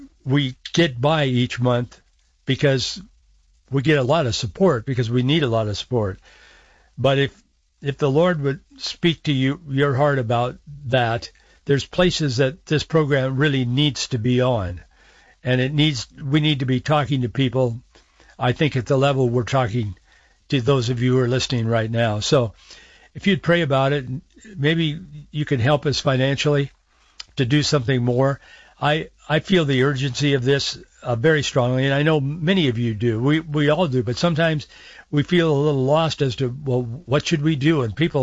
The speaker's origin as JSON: {"language": "English", "town": "Yakima", "region": "Washington", "country": "United States", "tie": "born or raised there", "said": "I was born and raised in Yakima. We lived in the valley for a number of years, then my parents moved back to Yakima again."}